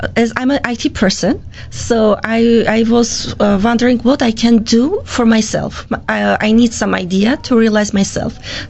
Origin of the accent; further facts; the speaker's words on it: Armenia; moved away as an adult; now in Canada; I'm from Armenia and I'm in Canada about a year. So yeah, we moved with my family, with my husband and son.